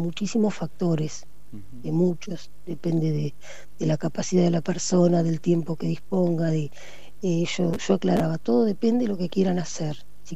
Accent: General La Madrid, Buenos Aires Province, Argentina; also born or lived in La Plata; now in City Bell, Argentina; Yo soy de General La Madrid

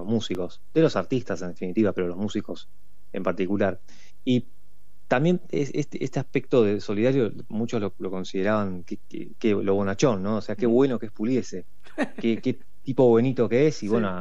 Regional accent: Buenos Aires, Argentina; Yo soy de Villa Crespo, vivo en el barrio de Villa Crespo.

